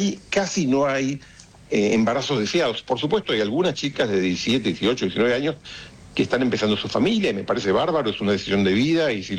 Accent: Argentina; en Argentina estamos del lado del principio

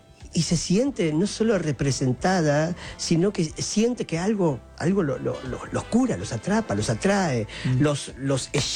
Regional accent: Argentina; Yo soy argentino, pero mis padres son bolivianos, y como esa herencia, esa mezcla de culturas que somos los argentinos

